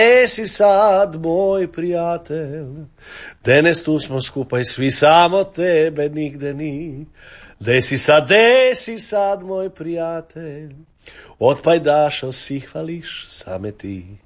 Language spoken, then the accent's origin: Croatian; Zagreb, City of Zagreb, Croatia; born there; Pa ja sam rođen u Mlinovima i mi smo imali, uvijek nam je bila ovaj, kak se zove, kućna pomoćnica ili teta koja se brinula iz Šestina i onda sam dosta tih kajkarskih riječi naučila od nje.